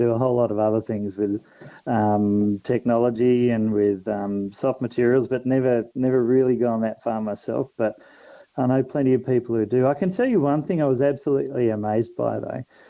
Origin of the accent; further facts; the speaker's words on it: Darwin, Northern Territory, Australia; Well, I'm from Darwin, so I've got no right to tell them what to do.